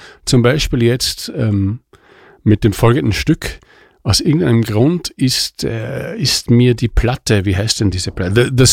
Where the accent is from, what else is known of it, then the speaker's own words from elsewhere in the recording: Mantua, Lombardy, Italy; ich bin schon beim ersten Mal so abgeschwiffen, weil ich von meiner Heimat Mantua so begeistert bin, ja. Wie alle ItalienerInnen, ja.